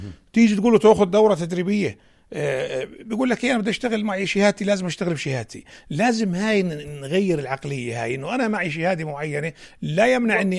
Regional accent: Jordan; ممكن الآن يصير مشروع عندنا بالأردن نحو التأهيل

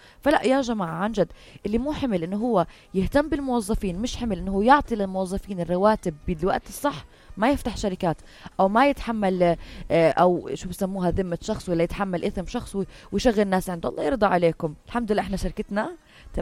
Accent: Jordan; عندنا بالاردن

